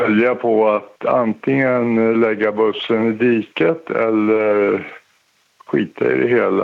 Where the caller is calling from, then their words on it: Mora, Dalarna County, Sweden